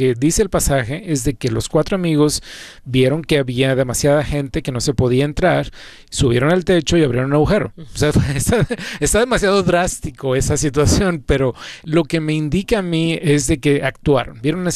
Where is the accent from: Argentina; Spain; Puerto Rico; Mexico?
Mexico; Creo yo que en los países latinos, yo soy de México, somos más a que actúas.